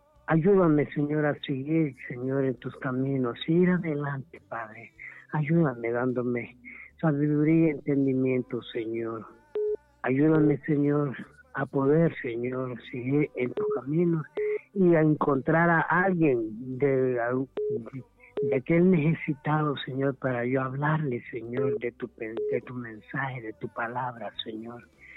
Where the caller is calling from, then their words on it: El Paraíso, Honduras; De aquí, de Manzaragua, departamento del Paraíso, Huinope, Luquita.